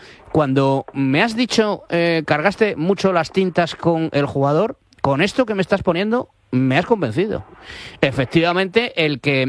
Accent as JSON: {"language": "Spanish", "country": "Spain", "said": "Es decir, nosotros somos, los españoles somos los que tenemos razón, ¿sabes?"}